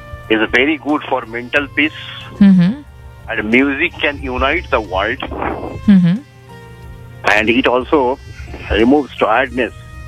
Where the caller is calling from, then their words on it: Kolkata, West Bengal, India; I'm from Bihala.